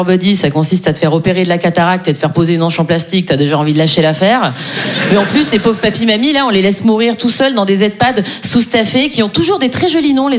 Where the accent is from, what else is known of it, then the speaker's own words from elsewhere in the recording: Switzerland; mais pour moi, c'est un effort énorme de dire 90 parce que je suis suisse.